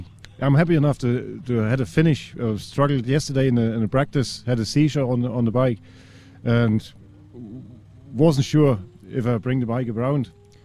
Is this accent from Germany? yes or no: yes; Saxony, Germany; I'm from Germany. My county is Saxony. The east part of Germany, we stuck behind that fucking wall